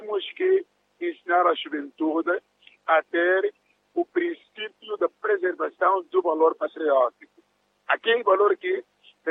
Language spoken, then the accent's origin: Portuguese; Mozambique